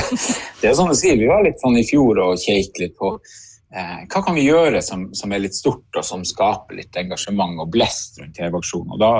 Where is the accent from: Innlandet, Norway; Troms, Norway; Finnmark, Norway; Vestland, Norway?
Troms, Norway; Skjervøy; vi på Skjervøy et veldig flerkulturelt samfunn med utrolig mange nasjonaliteter representert på Skjervøy